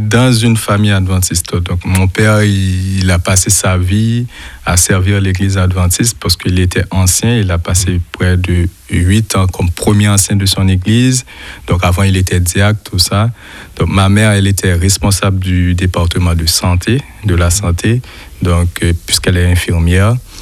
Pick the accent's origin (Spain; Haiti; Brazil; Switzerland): Haiti; Port-au-Prince, Ouest; moved away as an adult; now in Marseille, France; Je suis haïtien, donc je suis né à Port-au-Prince et j'ai fait des études de droit. Donc j'ai eu ma licence en Haïti et j'ai commencé à travailler en Haïti.